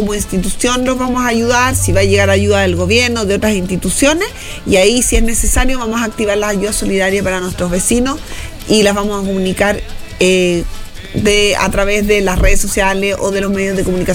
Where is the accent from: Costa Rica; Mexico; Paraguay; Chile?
Chile; somos los chilenos en general muy solidarios